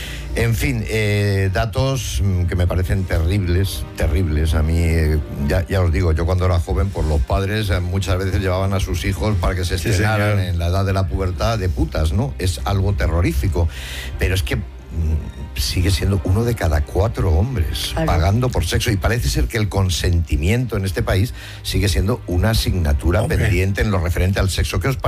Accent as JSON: {"language": "Spanish", "country": "Italy", "said": "Pero yo sin, vengo de Italia, que disimulo"}